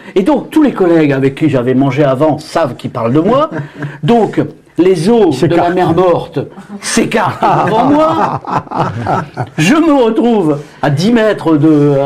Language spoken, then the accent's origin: French; Hauts-de-France, France; moved away as an adult; Je suis jeune journaliste, je déboule de mon école et de mon enfance dans le Pas-de-Calais